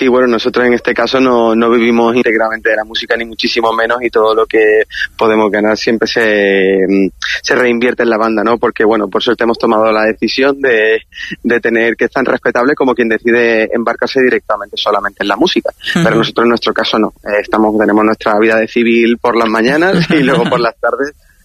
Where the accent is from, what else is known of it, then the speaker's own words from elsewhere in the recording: Málaga, Andalusia, Spain; somos todos de Málaga capital